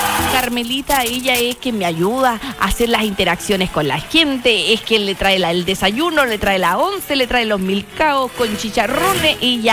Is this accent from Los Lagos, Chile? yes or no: yes; Curaco de Vélez, Los Lagos, Chile; also born or lived in Achao, Quinchao; Soy chilota de tomo y lomo. Nací y criada en Curaco de Vélez. Bueno, nací en Quinchao, al ladito en Ayao, pero es la misma isla nomás.